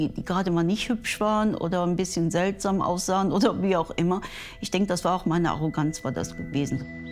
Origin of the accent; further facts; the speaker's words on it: Rhineland, Germany; Ich bin im Rheinland groß geworden